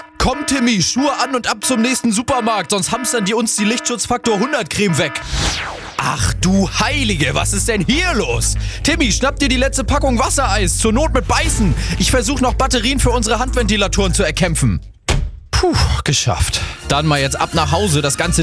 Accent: Schleswig-Holstein, Germany; Ja, so die ganz krassen Temperaturen sind wir Schleswig-Holsteiner ja gar nicht mehr gewohnt.

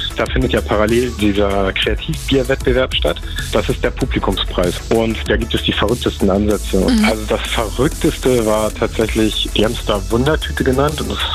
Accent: Schleswig-Holstein, Germany; dass ich auch als Schleswig-Holsteiner den deutschen Meistertitel mit einem bayerischen Bierstil nach Schleswig-Holstein holen konnte

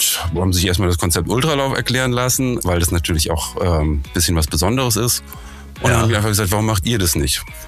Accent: Southern Germany, Germany; now in Berlin, Germany; ich wohne in Berlin, Martin wohnt in Heidelberg. Wir kommen beide aus Süddeutschland.

